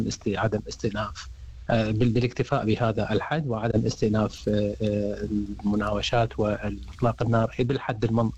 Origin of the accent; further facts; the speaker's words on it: Iraq; now in Australia; أنا مثلا كشخص عراقي يريد أن نزور العراق